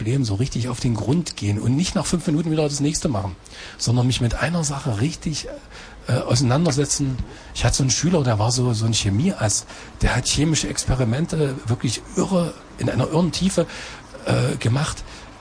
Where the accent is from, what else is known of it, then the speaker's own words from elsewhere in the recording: Saxony-Anhalt, Germany; unser schönes Sachsen-Anhalt, und ich liebe meine Heimatstadt über alles